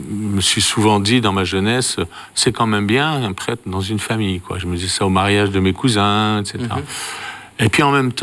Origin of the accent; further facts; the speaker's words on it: Cambrai, Hauts-de-France, France; also born or lived in Thiérache; now in Le Creusot, France; Oui, enfance à Cambrai.